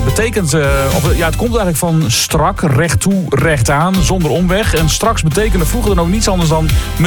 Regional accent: Groningen, Netherlands; in Groningen maken we het nog ingewikkelder.

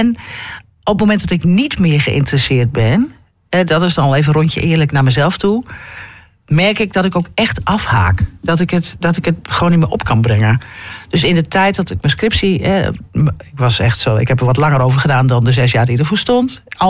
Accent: Netherlands; Ja, we hadden allemaal bijnamen. En ik kwam uit Nederland.

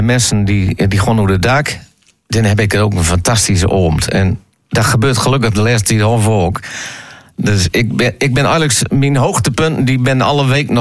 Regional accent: Groningen, Netherlands; Ik ben een Groninger

